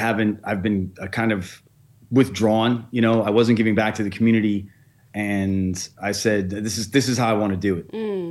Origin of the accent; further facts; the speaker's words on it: Westfield, New Jersey, United States; also born or lived in New York City; So I grew up in East New Jersey. I went to high school and you know, all my schooling was in Westfield.